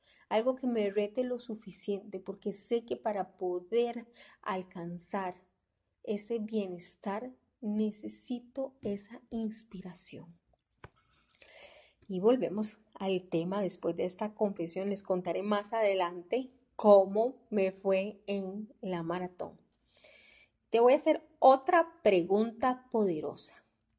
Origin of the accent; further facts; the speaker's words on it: Costa Rica; Yo soy de acá de Costa Rica